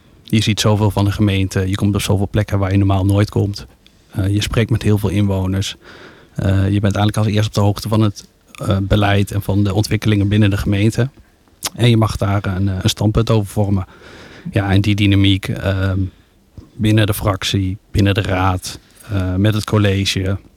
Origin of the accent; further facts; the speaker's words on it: Hummelo, Gelderland, Netherlands; also born or lived in Keppel; now in Zelhem, Netherlands; ik woon met mijn vrouw en drie kinderen in Zelle. Opgegroeid in Hummelo en Keppel.